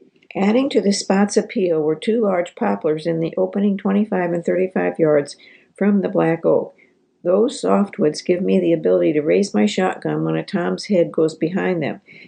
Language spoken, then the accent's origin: English; Virginia, United States; Since I'd killed 2 fall Virginia birds, my hunting was over for the year in my home state